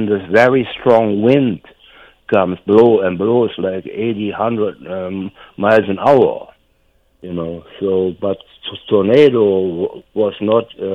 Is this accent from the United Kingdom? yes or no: no; North Rhine-Westphalia, Germany; I grew up in North Rhine-Westphalia.